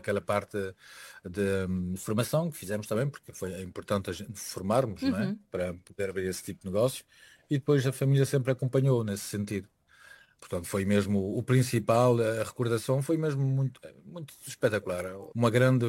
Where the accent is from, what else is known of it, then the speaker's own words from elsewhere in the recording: César, Aveiro, Portugal; era de abrir um Lusitália lá na minha terra, que chama-se a capital. Nós chamamos a capital, mas se chama César mesmo.